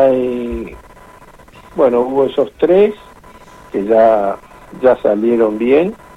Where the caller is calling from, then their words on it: Carmen de Areco, Buenos Aires Province, Argentina; Carmen de Areco